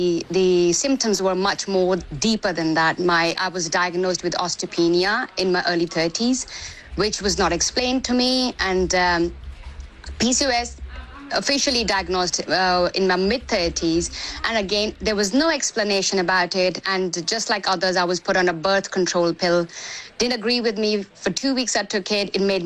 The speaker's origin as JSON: {"language": "English", "country": "India", "tie": "born or raised there", "said": "So I was born and raised in India, and I'm 45"}